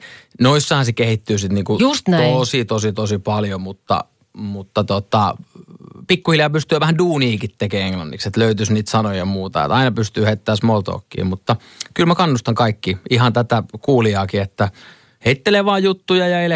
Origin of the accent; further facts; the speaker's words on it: Lahti, Päijät-Häme, Finland; mä oon lahjasta kotoisin, mä vien sen tonne Ahtialaan mummo pöytään istuun.